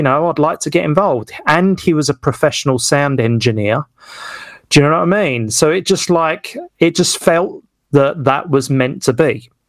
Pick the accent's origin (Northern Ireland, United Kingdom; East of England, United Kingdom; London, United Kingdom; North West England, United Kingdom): East of England, United Kingdom; Westcliff; doing a show in Westcliff in my hometown